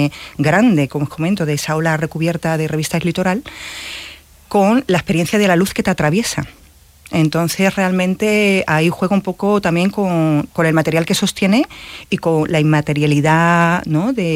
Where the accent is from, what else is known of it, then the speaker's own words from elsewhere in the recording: Málaga, Andalusia, Spain; Yo Málaga siempre, como es mi ciudad natal